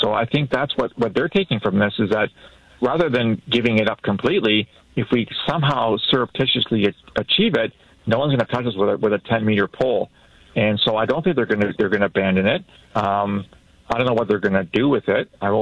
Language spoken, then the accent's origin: English; London, Ontario, Canada; I grew up in London.